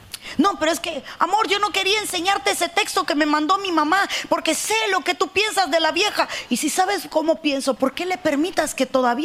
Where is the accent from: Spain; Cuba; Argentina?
Cuba; moved away